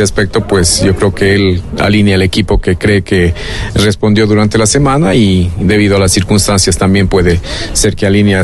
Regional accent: Ecuador; como ecuatoriano que soy

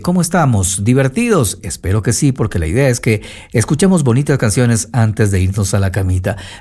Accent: Ecuador; todo nuestro ser como ecuatorianos.

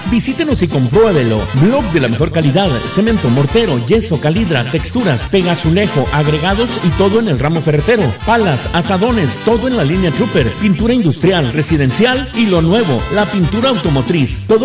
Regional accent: Camargo, Mexico; todos somos mexicanos y somos humanos y vivimos en Camargo y somos camarguenses de corazón

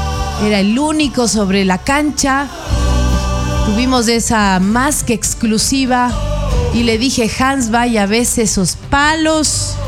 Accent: Ecuador; Claro que se pudo, porque somos ecuatorianos.

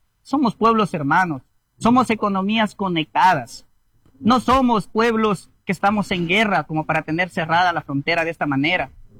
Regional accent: Zamora-Chinchipe, Ecuador; somos emprendedores, somos ciudadanos de este cantón

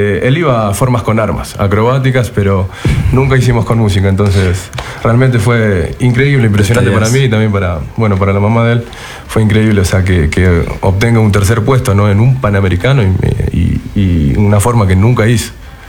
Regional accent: Argentina; moved away as an adult; now in Ecuador; yo soy argentino, vivo aquí en el Ecuador ya hace casi 7 años. Bueno, vine prácticamente por trabajo, por el deporte, venir a dar clases

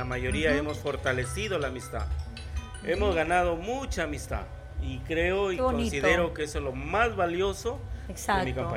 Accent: Túcume, Lambayeque, Peru; saludar a todo mi pueblo de Túcume, a todos mis caseríos

